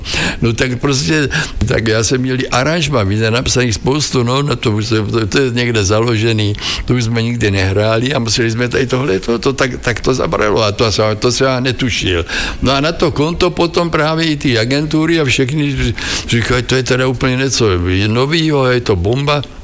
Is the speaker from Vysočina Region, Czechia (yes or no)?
no; Kyjov, South Moravian Region, Czechia; až pocházím tam od Kyjova, to je Slovácko